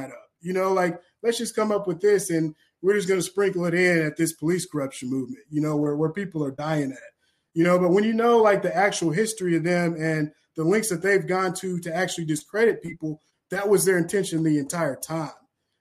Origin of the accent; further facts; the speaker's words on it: Kentucky, United States; I'm from Kentucky.